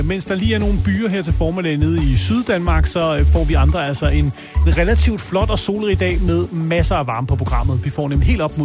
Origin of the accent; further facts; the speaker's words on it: Hellerup, Capital Region of Denmark, Denmark; jeg er fra 2900 Happiness.